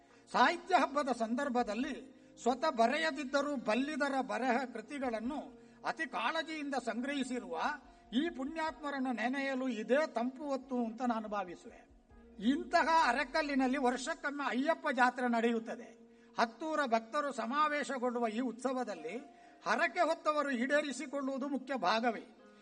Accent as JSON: {"language": "Kannada", "region": "Karnataka", "country": "India", "tie": "born or raised there"}